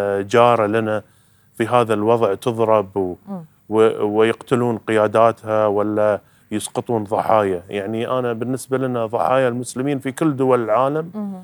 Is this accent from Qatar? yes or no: yes; Qatar; عندنا في قطر.